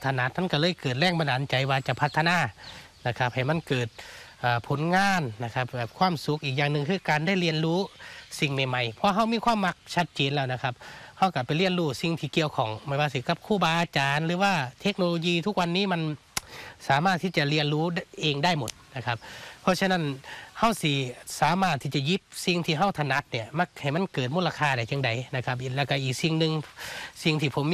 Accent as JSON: {"language": "Thai", "region": "Isan", "country": "Thailand", "said": "ลูกหลานอีสานบ้านเฮา"}